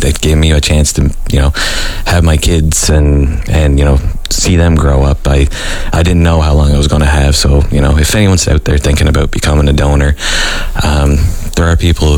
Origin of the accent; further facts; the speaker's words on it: Newfoundland and Labrador, Canada; So I'm originally from Newfoundland, and I was born with something that we used to call the Newfoundland curse